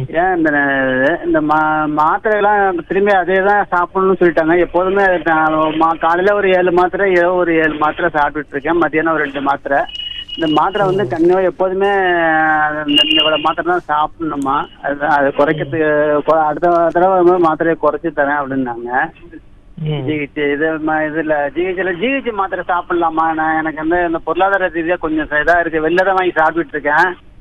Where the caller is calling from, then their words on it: Mayiladuthurai, Tamil Nadu, India; Mayiladuthurai Revathi Nagar